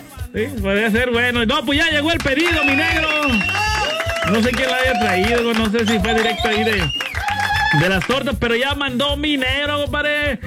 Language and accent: Spanish; Tamud, Veracruz, Mexico; Ando en pueblo natal. En mi pueblo natal, Tamud, Veracruz.